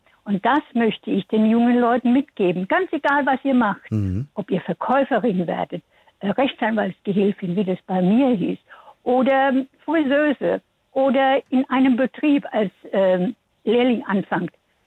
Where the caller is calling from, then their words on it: Karlstadt, Bavaria, Germany; grüß Gott aus Karlstadt